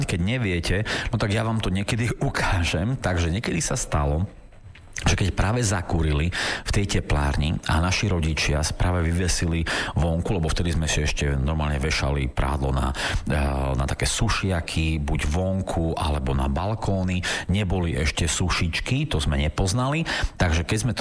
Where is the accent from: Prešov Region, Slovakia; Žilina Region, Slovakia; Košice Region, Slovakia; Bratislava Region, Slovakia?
Prešov Region, Slovakia; Bardejov; Ja napríklad pochádzam z Bardejova, to som hovoril, z takého malého mestečka, kde nie je žiadna továra, nie je tam naozaj čistý vzduch.